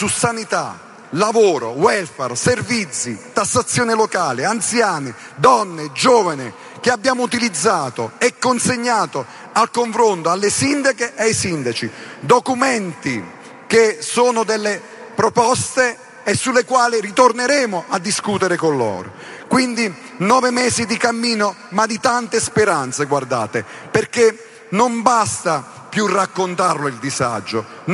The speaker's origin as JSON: {"language": "Italian", "region": "Basilicata", "country": "Italy", "said": "fatto 600 chilometri per arrivare qui a Padova, un lungo viaggio anche perché, come sapete, le infrastrutture non sono certo dalle nostre parti in Basilicata."}